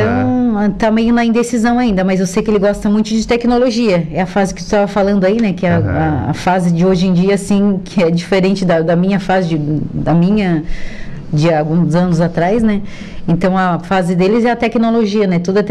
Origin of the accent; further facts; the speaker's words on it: Araranguá, Santa Catarina, Brazil; Então, eu sou de Araranguá, natural de Araranguá mesmo. Não precisa falar quantos anos, né? Sou natural de Araranguá